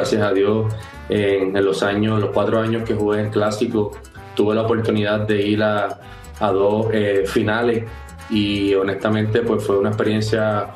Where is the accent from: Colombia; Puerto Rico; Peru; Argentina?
Puerto Rico; Me siento feliz de la cultura, de lo que representamos, de los valores que nosotros adquirimos aquí en la isla.